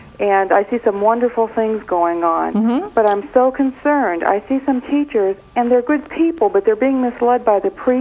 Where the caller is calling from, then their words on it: Ohio, United States; I'm from Ohio.